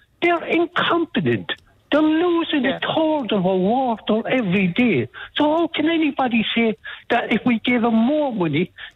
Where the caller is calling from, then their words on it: Cork, Munster, Ireland; I'm from Cork.